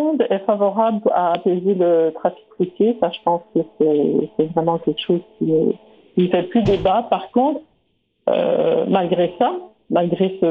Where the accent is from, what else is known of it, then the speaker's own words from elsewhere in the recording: Quebec, Canada; moved away; moi j'ai grandi au Québec.